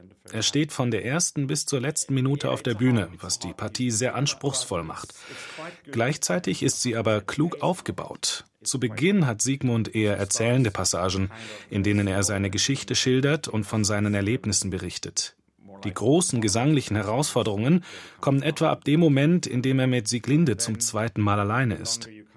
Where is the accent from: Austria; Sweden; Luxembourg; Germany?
Sweden; southern Sweden; German is a second language; In meiner Heimat an der südschwedischen Küste weht immer ein Wind, selbst dann, wenn offiziell Windstille herrscht.